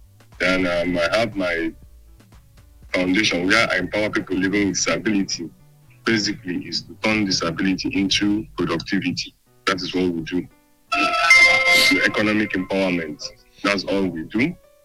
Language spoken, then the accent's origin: English; Anambra, Nigeria; I'm from Nigeria, the only state, Anambra State, the best state in the whole world.